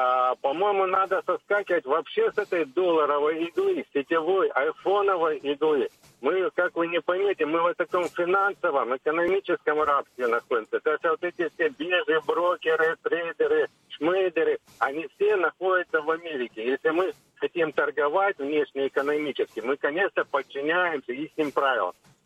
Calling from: Krasnodar, Krasnodar Krai, Russia; из Краснодара, постоянный слушатель.

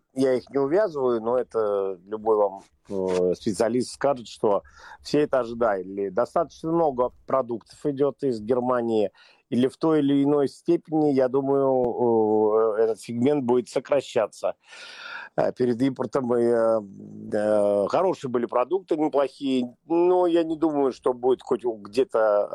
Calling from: Armenia; Я говорю из Армении.

